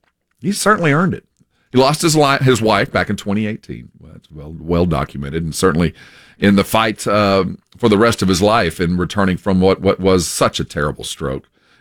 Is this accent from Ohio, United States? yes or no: no; San Antonio, Texas, United States; I'm not, I'm from San Antonio.